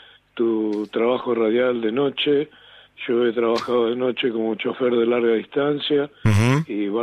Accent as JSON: {"language": "Spanish", "town": "Valentín Alsina", "region": "Buenos Aires Province", "country": "Argentina", "tie": "born or raised there", "lives_now": "Gerli, Argentina", "said": "Yo soy soy oriundo de Valentín Alsina, pero ahora estoy jubilado, vivo solo en Gerli, que pertenece a Lanús."}